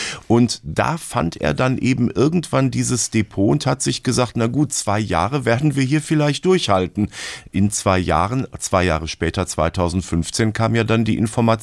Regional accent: North Rhine-Westphalia, Germany; Ich komme ja aus dem Ruhrgebiet und wir haben nicht nur die Ruhrtriennale, sondern ohne Ende Kulturveranstaltungen

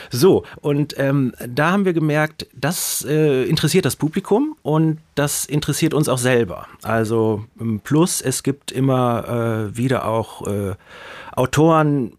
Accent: Essen, North Rhine-Westphalia, Germany; ich komme selber aus Essen

